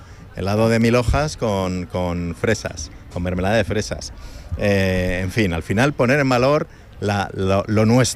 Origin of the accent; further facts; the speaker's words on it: Toledo, Castilla-La Mancha, Spain; nosotros como todo somos toledanos